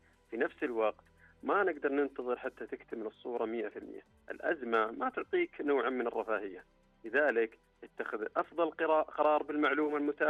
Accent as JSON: {"language": "Arabic", "country": "Saudi Arabia", "said": "وعندنا في المملكة العربية السعودية مثال واضح على فكرة الاستعداد قبل الحدث"}